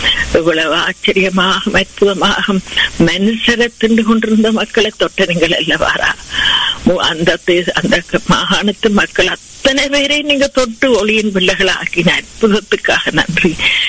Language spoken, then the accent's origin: Tamil; Sri Lanka; நாங்க பிறந்து வளர்ந்த தேசமாகிய இலங்கை தேசத்துக்காக, அந்த அழகிய தீவுக்காக உங்களை வருவோம்.